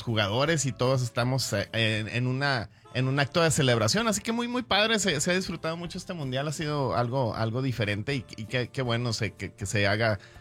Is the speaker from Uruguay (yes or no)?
no; Mexico